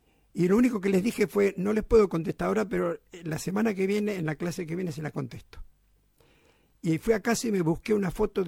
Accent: Quilmes, Buenos Aires Province, Argentina; born there; also born or lived in La Boca, Buenos Aires

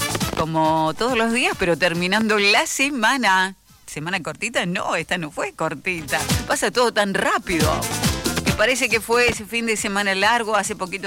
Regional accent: Argentina; somos argentinos todos los días

